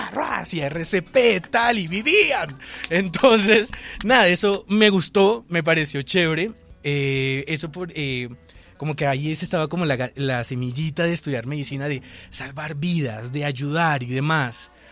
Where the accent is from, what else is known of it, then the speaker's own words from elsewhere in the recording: Valledupar, Cesar, Colombia; yo soy de Valledupar